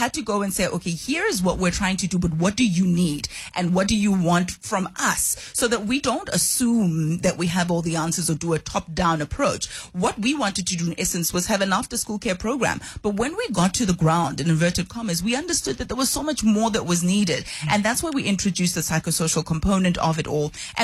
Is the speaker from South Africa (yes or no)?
yes; Soweto, Gauteng, South Africa; I grew up at Dobsonville in Soweto, and privilege allowed me to go to schools in your suburb areas like Constantia, Kloof, Allen's Neck.